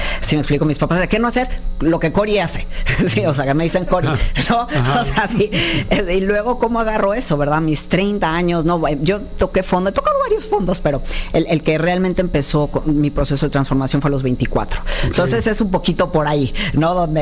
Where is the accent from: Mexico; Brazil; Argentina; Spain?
Mexico; born there; Sí, bueno, nací en México, por supuesto, y mi mamá De pueblo, nunca aprendió a hablar inglés, no estudió una carrera.